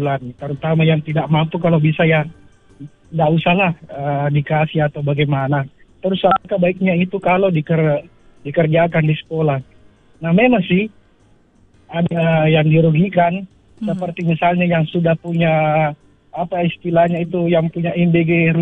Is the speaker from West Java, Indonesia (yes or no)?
no; Sidrap, South Sulawesi, Indonesia; now in Makassar, Indonesia; Iya, saya dari Makassar, Bu. Tepatnya sih, saya orang dari Sidrap, Sidenderapan, Kabupaten.